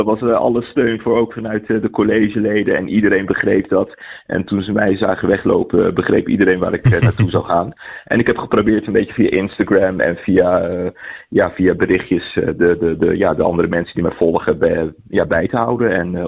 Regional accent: Leiden, South Holland, Netherlands; Ik ben ook gewoon een Leidenaar.

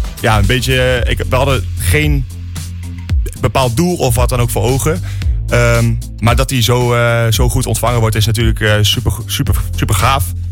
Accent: Gelderland, Netherlands; Nee, ik kom uit Greffenkamp.

